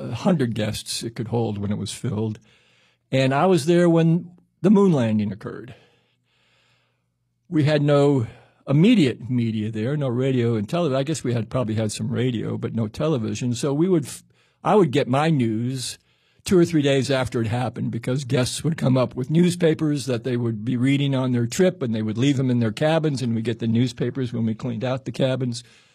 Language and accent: English; Greenville, Mississippi, United States; born there; I was born in Greenville, Mississippi.